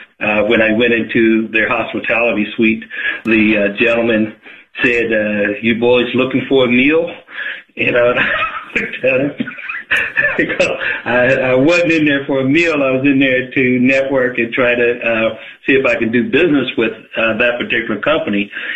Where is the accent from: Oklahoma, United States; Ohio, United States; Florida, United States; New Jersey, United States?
Ohio, United States; Middletown; I'm from Middletown, Ohio. So in Middletown, the only thing here is Armco or AK Steel.